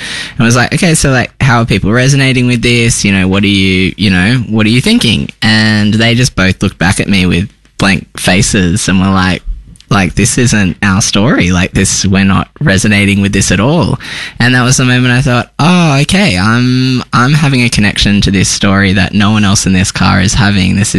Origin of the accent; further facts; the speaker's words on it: Tamworth, New South Wales, Australia; moved away as an adult; also born or lived in Sydney; now in Melbourne, Australia; I grew up in Tamworth. I moved to Sydney, did my studies, started the church there